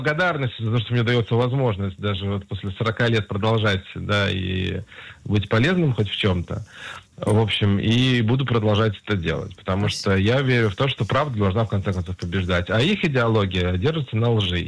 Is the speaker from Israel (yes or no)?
yes; Israel; я рос в Израиле